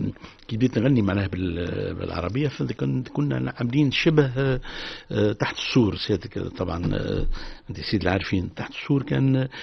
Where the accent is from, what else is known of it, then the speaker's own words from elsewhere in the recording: Tunisia; انا تونسي